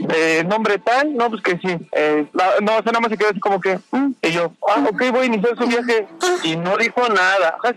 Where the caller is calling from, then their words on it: Mexico City, Mexico; Aquí andamos de Iztapalapa.